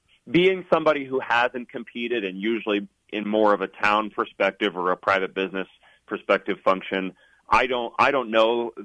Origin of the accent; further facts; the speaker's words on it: East Coast, United States; now in Chugwater, United States; I grew up on the East Coast. My heritage is Irish and English.